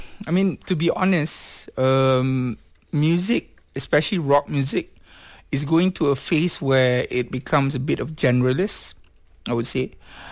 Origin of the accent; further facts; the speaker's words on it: Kajang, Selangor, Malaysia; Actually, Kajang is my hometown.